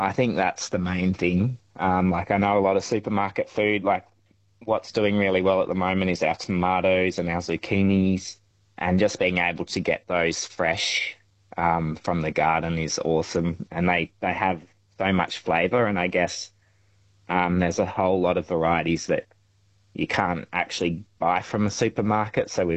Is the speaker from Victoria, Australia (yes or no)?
no; Canberra, Australian Capital Territory, Australia; moved away; also born or lived in Kalgoorlie; I'm originally from Canberra, so very different climatic conditions to Canberra.